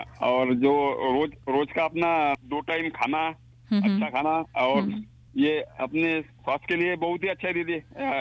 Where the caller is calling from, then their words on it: Washim, Maharashtra, India; मैं गोवर्धन जिला वाशिम महाराष्ट्र से … बोल रहा हूँ दीदी।